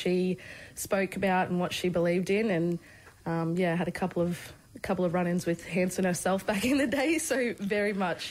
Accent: Queanbeyan, New South Wales, Australia; also born or lived in Canberra; Yeah, so I was there from, I think, till the time I was 8. I was born in Queanbeyan, born in the old hospital before it was blown up. But, spent a lot of time in Canberra

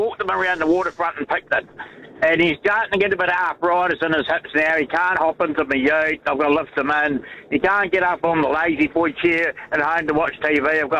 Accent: Canterbury, New Zealand; I was actually born and bred in the One-Eyed Cantabrian. And I was brought up in that Brighton area.

